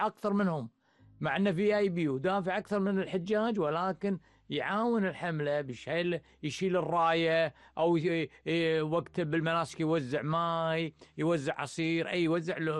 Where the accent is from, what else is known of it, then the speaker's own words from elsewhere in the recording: Kuwait; لأن احنا كويتيين